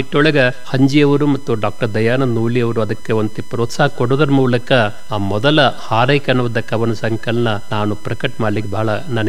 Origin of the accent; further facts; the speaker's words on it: Mutnal, Karnataka, India; also born or lived in Hirebagewadi; now in Belagavi, India; ನಾವು ಪ್ರಾಥಮಿಕ ಶಾಲೆಯೊಳಗೆ ಕಲಿಯುವಾಗಲೂ ಕೂಡ ನಮ್ಮೂರೊಳಗೆ ಮುತ್ನಾಳಂತ ಗ್ರಾಮದೊಳಗೆ